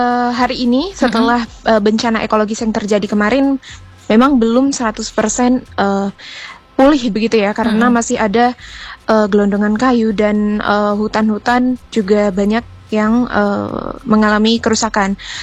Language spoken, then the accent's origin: Indonesian; Aceh, Indonesia; di daerahku di Aceh